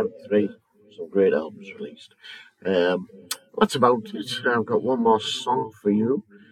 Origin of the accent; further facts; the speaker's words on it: Redcar, North East England, United Kingdom; in my hometown of Redcar.